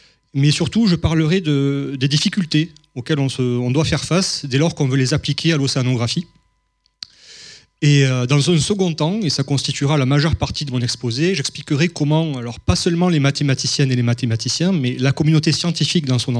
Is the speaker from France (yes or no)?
yes; Montpellier, Occitanie, France; moved away as an adult; now in Lyon, France; je suis natif de Montpellier. J'ai effectué toutes mes études ici. J'ai même soutenu ma thèse de doctorat ici, sous la direction de Fabien Marsh.